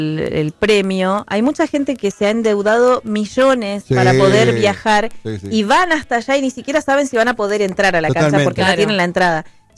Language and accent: Spanish; Chile; Que no se puede, porque soy chilena, qué sé yo, no.